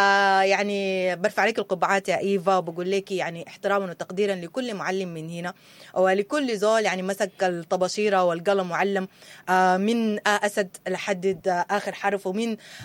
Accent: Sudan

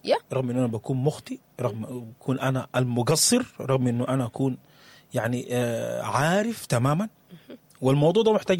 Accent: Sudan; البيئة اللي نشأنا فيها, يعني حتى اليوم في ثقافات كثيرة عندنا في السودان

